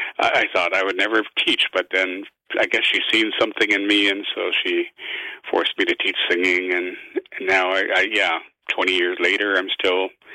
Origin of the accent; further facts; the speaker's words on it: Vancouver, British Columbia, Canada; and I was raised here in Vancouver, the youngest of 11 children. So, I became, I guess, very urbanized